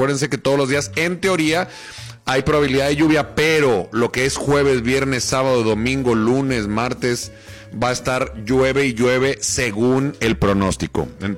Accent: Mexico; Obviamente una pareja tradicional, como somos los mexicanos

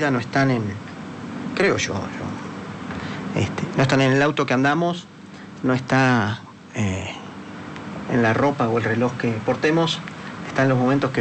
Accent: Uruguay

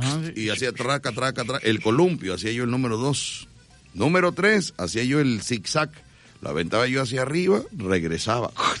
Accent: Veracruz, Mexico; Pues ya sabes tú cómo somos los veracruzanos.

